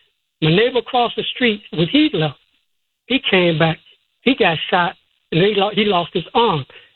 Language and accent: English; Chicago, Illinois, United States; also born or lived in Indiana; West Side, for me, when I grew up on Adams in Chicago.